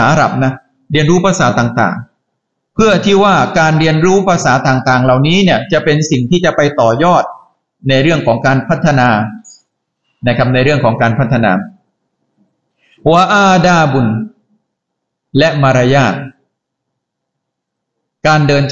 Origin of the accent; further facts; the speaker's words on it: Songkhla, Thailand; moved away as an adult; now in Bangkok, Thailand; เกิดที่สงขลาเติบโตที่สงขลา